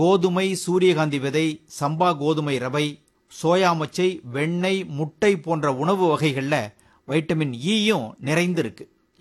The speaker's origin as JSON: {"language": "Tamil", "region": "Tamil Nadu", "country": "India", "first_language": "Tamil", "said": "நம்ம மாநிலம்தான் தமிழ்நாடுன்னு குறிப்பிடப்படுது."}